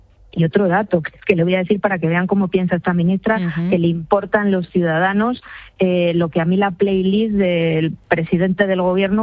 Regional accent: Spain; y eso a mí, de verdad, como española, me da pánico.

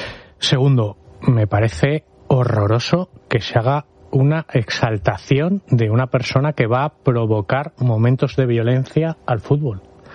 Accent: Spain; que no terminemos siendo todos los españoles quienes pagamos la seguridad cuando enviamos a Policía Nacional o a Guardia Civil a dar seguridad a este tipo de eventos

